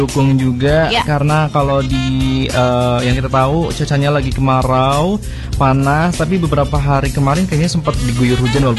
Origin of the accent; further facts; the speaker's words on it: Cilacap, Central Java, Indonesia; Dan yang bikin bangga juga sebagai warga Cilacap